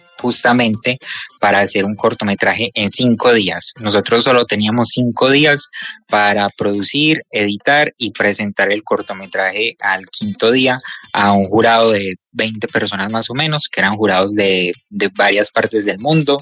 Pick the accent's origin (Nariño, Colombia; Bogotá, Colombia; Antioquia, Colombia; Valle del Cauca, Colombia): Antioquia, Colombia; Santa Bárbara; yo pues en la calidad de director, que soy de Santa Bárbara, Antioquia